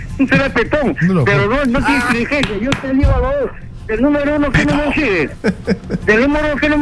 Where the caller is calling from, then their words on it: Peru; último somos peruanos